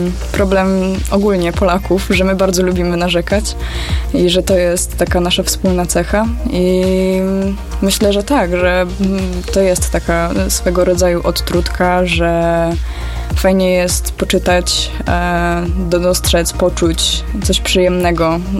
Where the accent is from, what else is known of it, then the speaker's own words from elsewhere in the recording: Jelenia Góra, Lower Silesian Voivodeship, Poland; Co lubię w Jeleniej Górze? No, jest to mój dom. Urodziłam się tutaj, wychowywałam się tutaj, jestem bardzo przywiązana do tego miejsca.